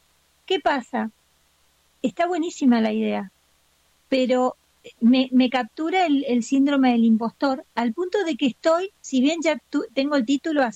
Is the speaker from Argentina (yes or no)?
yes; Argentina; yo soy argentina, pero amo la salsa y el merengue.